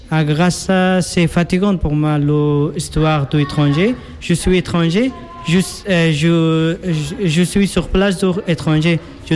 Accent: Afghanistan; French is a second language; moved away as an adult; now in France; je viens d'Afghanistan. Et quand j'étais en Afghanistan

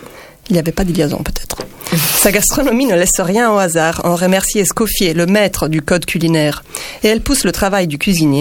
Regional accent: Italy; accent: Italian; French is a second language; now in France; mes pays, c'est-à-dire la France et bien entendu, c'est mon accent qui l'annonce depuis le début de l'émission, l'Italie.

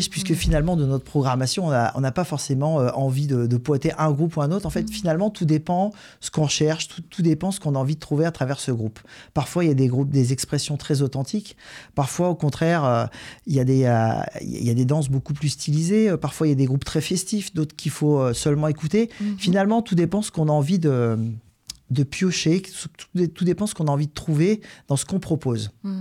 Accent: Gannat, Auvergne-Rhône-Alpes, France; moi, j'ai grandi à Ghana.

